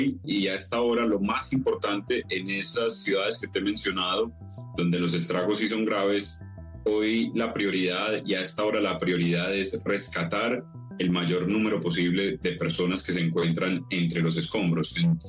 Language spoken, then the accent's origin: Spanish; Colombia; toda la solidaridad que tenemos como colombianos en esta tragedia